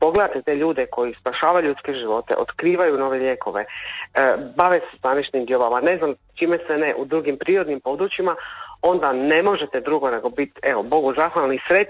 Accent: Sinj, Split-Dalmatia County, Croatia; ja sam rodom iz svog Sinja

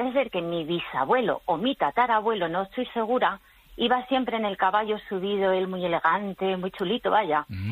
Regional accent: Coria, Extremadura, Spain; now in Béjar, Spain; motes no vienen de Béjar en Salamanca, que es la ciudad donde vivo. Vienen de Coria en Cáceres

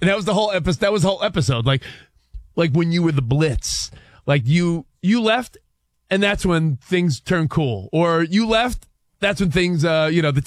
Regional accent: New York, United States; You know, I'm not a Knicks fan, even though I'm from New York.

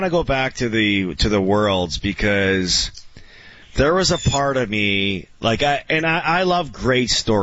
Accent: Canada; we're Canadian and we want Canadians to win.

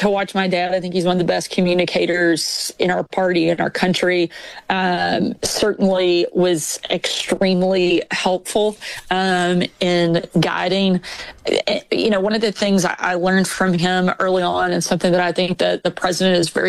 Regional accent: Arkansas, United States; born or raised there

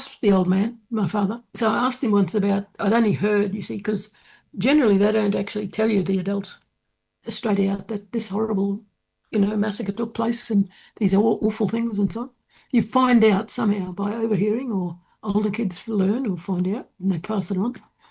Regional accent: Gold Coast, Queensland, Australia; also born or lived in Brisbane; I was born in Brisbane, but I grew up down here on the Gold Coast in Southport. This is my father's people's area, Yugambeh language-speaking people

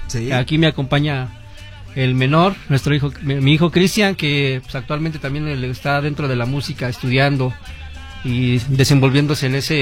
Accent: Naucalpan, State of Mexico, Mexico; venimos del área de Naucalpan, por Los Arcos, un área muy sonidera, muy tropical en esos gustos musicales.

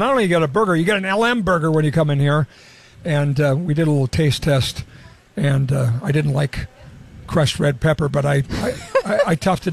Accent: Montevideo, Minnesota, United States; born there; moved away; also born or lived in Huron, South Dakota; I grew up in Montevideo, Minnesota, before I was in here, after I was in Huron

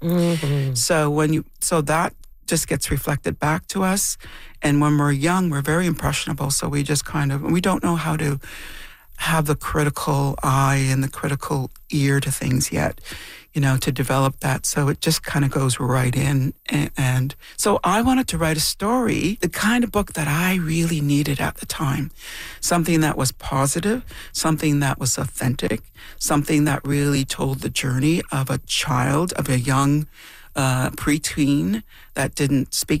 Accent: Temagami, Ontario, Canada; When I grew up in Temagami, in Northern Ontario, but I think this is true for all across Canada, really, at the time, was, I was really wanting to find books that were about Indigenous people

